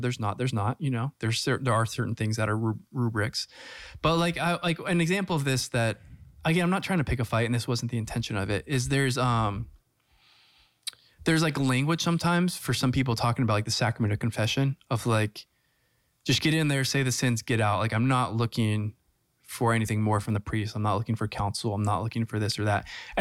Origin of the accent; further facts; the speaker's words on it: United States; I, as an American Catholic